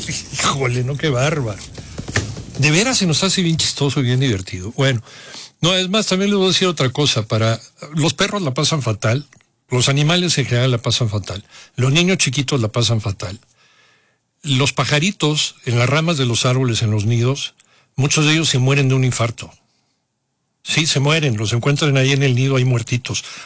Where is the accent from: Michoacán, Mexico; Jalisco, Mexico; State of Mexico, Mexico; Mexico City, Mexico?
State of Mexico, Mexico; Huixquilucan; en mi pueblo, allá en Huixquilucan